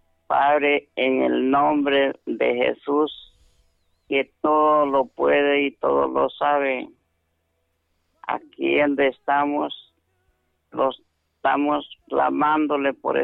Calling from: Santa Bárbara, Honduras; Aquí le hablo de Santa Bárbara, el Zarco

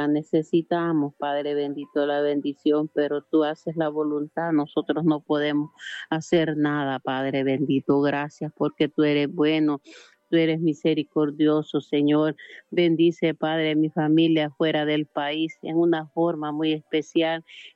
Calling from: Choluteca, Honduras; La Picota Choluteca

